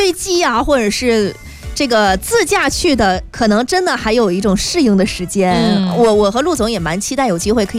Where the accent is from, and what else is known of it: Harbin, Heilongjiang, China; born or raised there